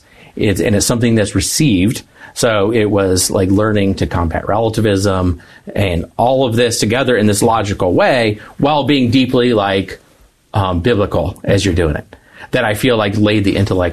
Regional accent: Tucson, Arizona, United States; also born or lived in Santa Barbara, California; now in the South, United States; I grew up in Tucson, Arizona.

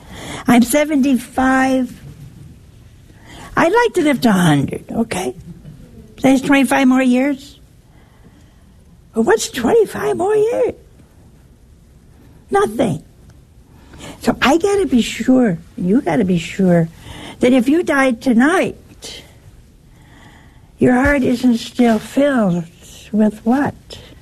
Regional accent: Ohio, United States; Oh, hey, that's my home state.

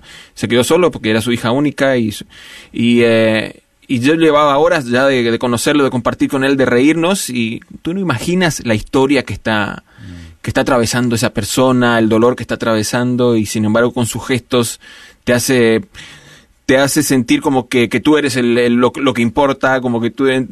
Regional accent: Argentina; mezcla de acentos resultan en este acento tan sí. confuso que traigo, que nunca nadie identifica que soy argentino.

